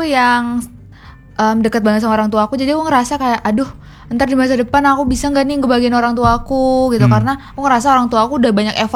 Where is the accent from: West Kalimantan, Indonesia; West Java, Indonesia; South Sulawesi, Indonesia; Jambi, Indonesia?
West Kalimantan, Indonesia; Ngabang; moved away as an adult; now in Pontianak, Indonesia; Dari Ngabang asal aku.